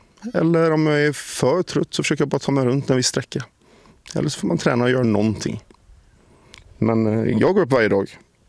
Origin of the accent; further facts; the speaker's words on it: Partille, Västra Götaland County, Sweden; Jag är från Partille. Men nej, jag har svårt att säga sjön. Jag är uppvuxen med insjöar.